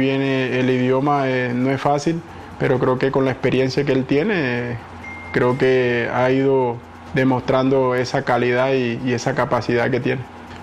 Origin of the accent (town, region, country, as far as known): Tierra Alta, Córdoba, Colombia